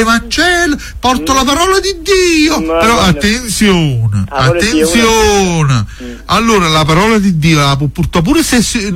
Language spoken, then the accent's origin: Italian; Torre del Greco, Campania, Italy; born there; Io sono nato a Torre del Greco.